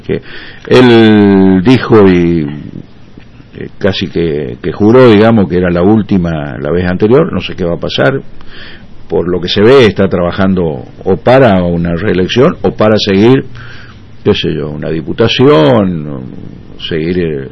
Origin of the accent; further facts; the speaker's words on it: Las Breñas, Chaco, Argentina; y volviendo mañana, si Dios quiere, a mi pueblito.